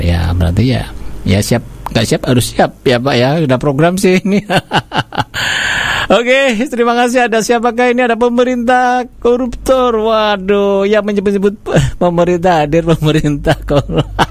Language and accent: Indonesian; Indramayu, West Java, Indonesia; Kita sebagai warga Indramayu